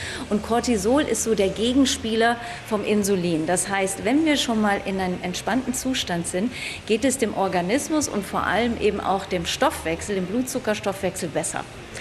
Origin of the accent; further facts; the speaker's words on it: Herrsching am Ammersee, Bavaria, Germany; ich bin aus Herrsching am Ammersee und bin Pharmazeutin und Yogatherapeutin